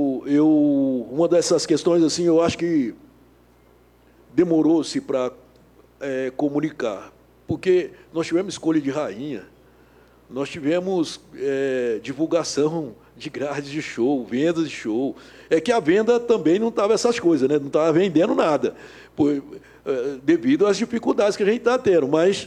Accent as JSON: {"language": "Portuguese", "country": "Brazil", "tie": "born or raised there"}